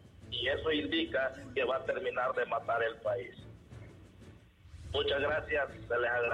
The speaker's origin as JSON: {"language": "Spanish", "country": "Honduras", "said": "Nosotros como pueblo hondureño no somos sordos, no somos ciegos y somos inteligentes."}